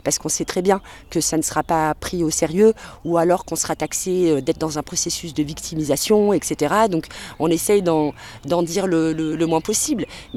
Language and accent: French; Espaly-Saint-Marcel, Auvergne-Rhône-Alpes, France; born or raised there; now in Le Puy-en-Velay, France